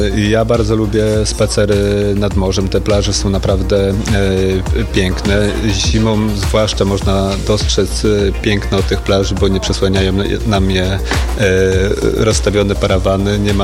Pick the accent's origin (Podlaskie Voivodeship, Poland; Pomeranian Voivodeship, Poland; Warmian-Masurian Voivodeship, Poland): Pomeranian Voivodeship, Poland